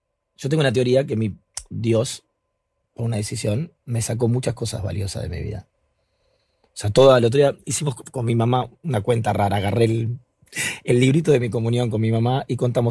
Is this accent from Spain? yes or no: no; Argentina; Ahí sí somos argentinos